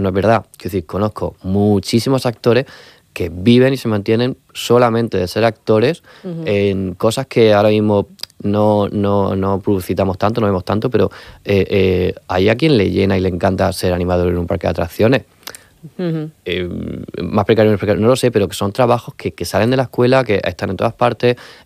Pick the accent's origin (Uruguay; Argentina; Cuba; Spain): Spain; Region of Murcia; now in Madrid, Spain; yo cuando estaba en Madrid, en cualquier fiesta, en cualquier rodaje, en cualquier entorno, digo, soy de Murcia, me dicen, ah, pues yo conozco no sé quién